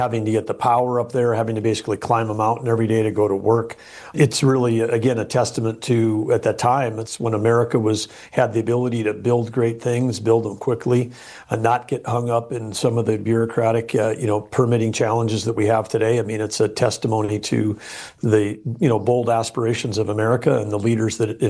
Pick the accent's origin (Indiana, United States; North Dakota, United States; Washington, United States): North Dakota, United States; Growing up in North Dakota, not atypical to take a family journey to the Black Hills. So I saw it when I was a kid on a road trip with the family.